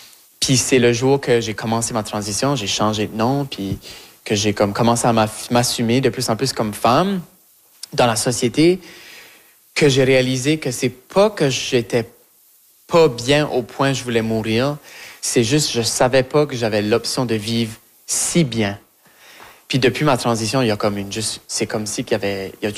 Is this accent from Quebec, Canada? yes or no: no; Shediac, New Brunswick, Canada; accent: Chiac; que je parle Chiac, que j'ai grandi à Chédiac, que je suis acadienne, que je suis fière d'avoir un parcours à Moncton, au Nouveau-Brunswick.